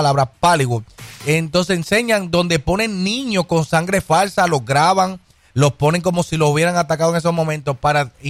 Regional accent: Puerto Rico; eso nada más lo conocíamos los puertorriqueños.

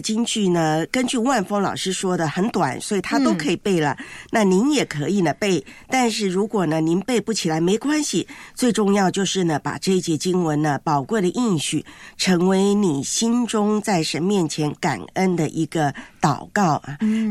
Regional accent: Taiwan; moved away; 我记得我在我的老家台湾呢

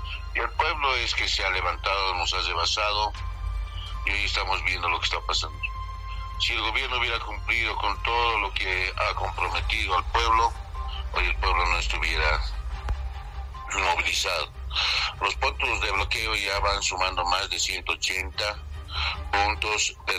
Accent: Bolivia; Todos somos bolivianos, yo llevo poncho, no lleve, todos estamos en un conjunto de unidad.

